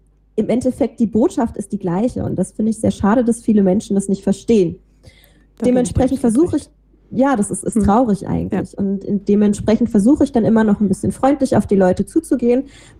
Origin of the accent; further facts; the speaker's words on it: Rhineland, Germany; ich bin halt nun mal im Rheinland aufgewachsen, ich bin so erzogen worden, ich habe eine Großmutter, die gar kein Hochdeutsch mehr spricht